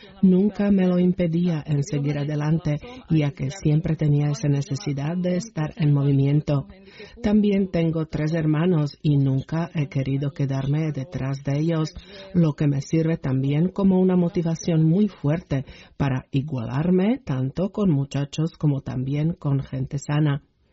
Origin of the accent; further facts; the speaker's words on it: southern Slovakia, Slovakia; provengo del sur de Eslovaquia y aunque no se trata de una tierra plana, tampoco es montañosa y en mi familia tampoco se esquiaba.